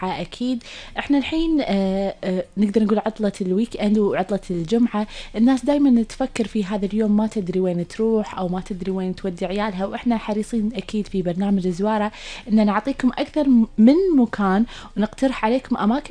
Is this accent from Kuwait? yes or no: yes; Kuwait